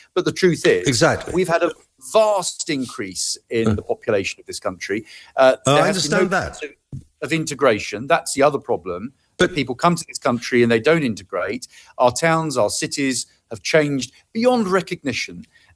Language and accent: English; England, United Kingdom; I'm proud of being English and British